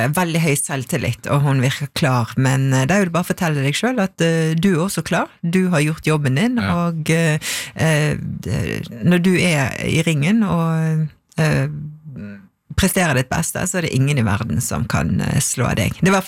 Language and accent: Norwegian; Vestland, Norway; Det ligger rett ned for Stolsen, den berømte Stolskleiven, og det var jo mitt... det var jo der jeg vokste opp og brukte mye tid der, på Fløyen, oppe på Rundemann, og elsket det.